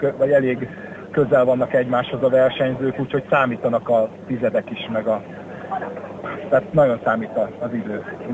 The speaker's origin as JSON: {"language": "Hungarian", "region": "Budapest", "country": "Hungary", "tie": "born there", "moved": "as an adult", "lives_now": "Ócsa, Hungary", "said": "Én belvárosi vagyok, a belvárosban születtem, az 5. kerületbe"}